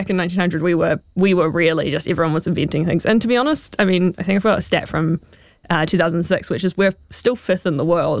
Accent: New Zealand; my experience as a New Zealander

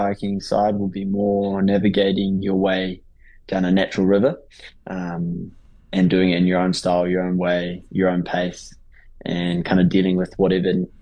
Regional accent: Okere Falls, Bay of Plenty, New Zealand; born or raised there

